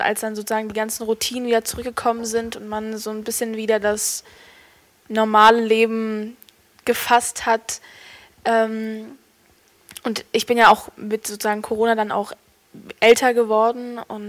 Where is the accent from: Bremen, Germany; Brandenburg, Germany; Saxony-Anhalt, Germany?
Brandenburg, Germany; Cottbus; wenn man jetzt Cottbus guckt, kenne ich natürlich die ganzen Orte in- und auswendig und das ist meine Heimat